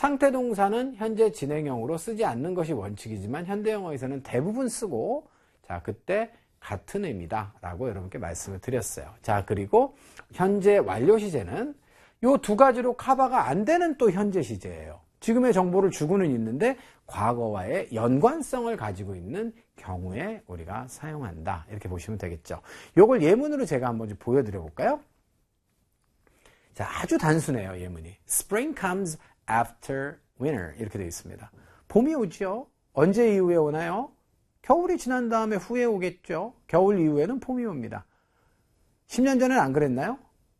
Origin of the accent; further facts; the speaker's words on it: South Korea; 저는 이제 한국인이에요.